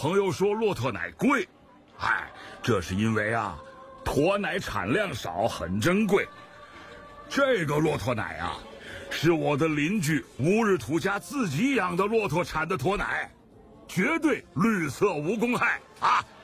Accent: Ejin Banner, Inner Mongolia, China; 神舟从我的家乡起飞，又在我的家乡落地

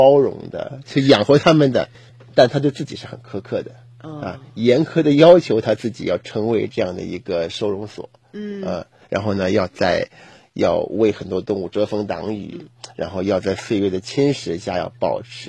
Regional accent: China; 我们中国人以前都那看几本书嘛

